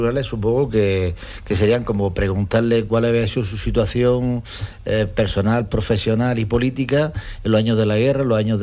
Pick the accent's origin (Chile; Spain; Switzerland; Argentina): Spain; Almería, Andalusia; los que somos de Almería de pura cepa